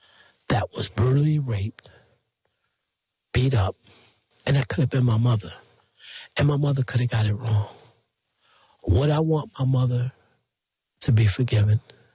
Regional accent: Hartford, Connecticut, United States; You know, we are from Hartford. Hartford is very small.

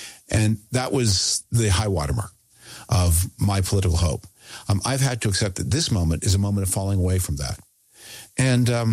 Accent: Toronto, Ontario, Canada; I was born in 1960. I grew up in Toronto, Canada.

